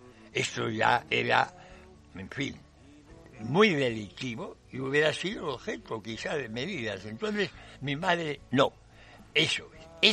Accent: Argentina; Yo soy argentino. Sería argentino como aquella frase que se repetía cuando yo era joven, argentino hasta la muerte. Pero me siento consciente de mis raíces vascas

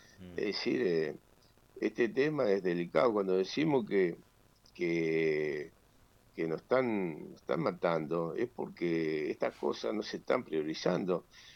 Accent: Río Turbio, Santa Cruz, Argentina; yo vengo de Turbio, en Turbio teníamos un problema grave, que era medicamento.

